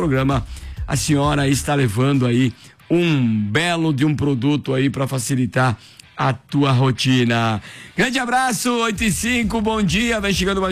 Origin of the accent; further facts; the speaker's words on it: Brazil; a gente tá na torcida aí como brasileiros, certo?